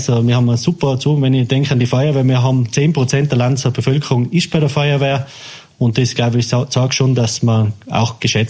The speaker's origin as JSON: {"language": "German", "town": "Lans", "region": "Tyrol", "country": "Austria", "tie": "born or raised there", "said": "Ja, ich bin in Lanz aufgewachsen. Wir haben ein bisschen auswärts von Lanz im Wald gewohnt."}